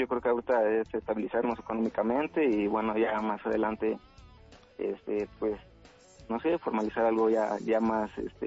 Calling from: Tlalnepantla, State of Mexico, Mexico; Aquí de Tlane.

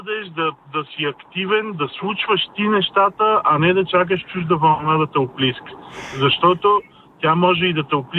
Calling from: Sofia, Sofia City, Bulgaria; съм от София.

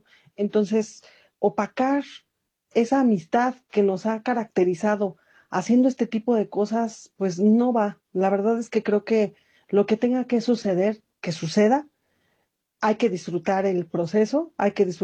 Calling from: State of Mexico, Mexico; del Estado de México.

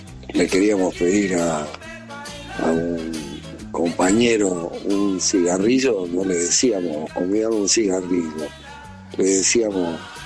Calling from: Rosario, Santa Fe, Argentina; de Rosario.

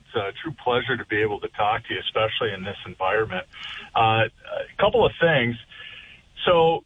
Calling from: Grand Forks, North Dakota, United States

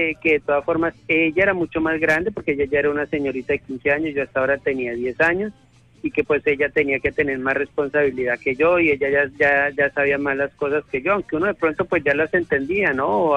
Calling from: Melgar, Tolima, Colombia; Desde el barrio caliente de Bogotá, Melgar.

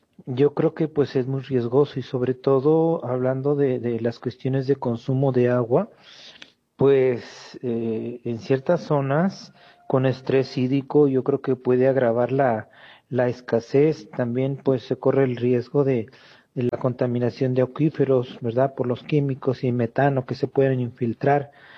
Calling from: Mexico City, Mexico; Ciudad de México.

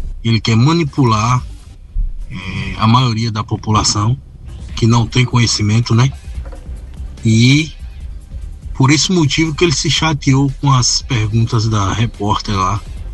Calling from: Serrinha, Bahia, Brazil; Eu sou de Serrinha, na Bahia.

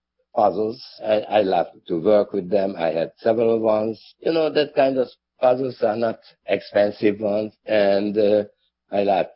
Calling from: Hungary; English is a second language; I am speaking from Hungary.

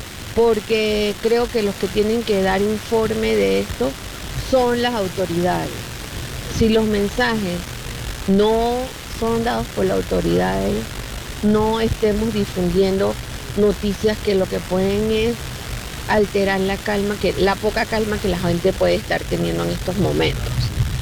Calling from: Panamá Oeste, Panama; yo trabajo en la ciudad de Panamá, pero vivo en el oeste, en Brisas del Golden Reinhard.

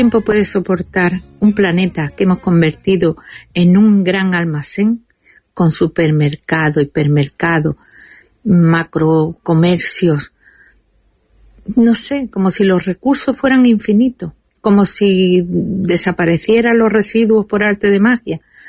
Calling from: Málaga, Andalusia, Spain

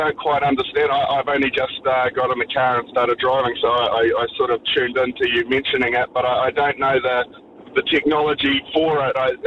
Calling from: New Plymouth, Taranaki, New Zealand

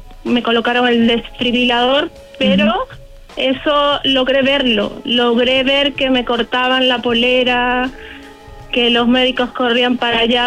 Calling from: Santiago, Santiago Metropolitan Region, Chile; Soy de Santiago, pero en este momento estoy en la Quinta Región.

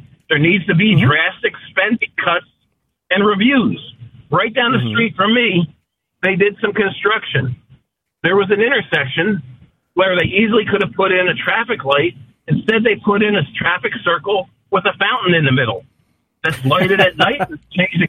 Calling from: Gateway, Florida, United States; I bought my home about 5 years ago down here in Gateway.

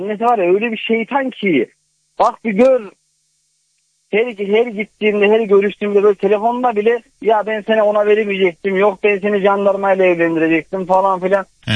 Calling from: Konya, Turkey; ben Konya'dan.

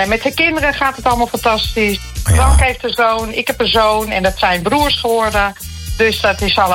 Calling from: Velserbroek, North Holland, Netherlands; Ik zit in de Velsenbroek.

